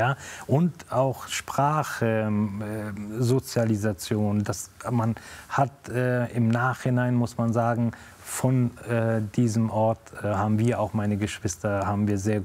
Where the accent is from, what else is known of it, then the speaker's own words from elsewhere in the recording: Kabul, Afghanistan; moved away; In diesem sind wir noch dort in Kabul aufgewachsen und man konnte da noch leben.